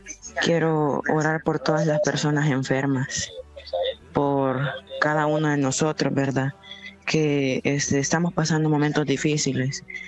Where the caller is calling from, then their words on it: San Salvador, El Salvador; le llamo desde El Salvador, San Salvador.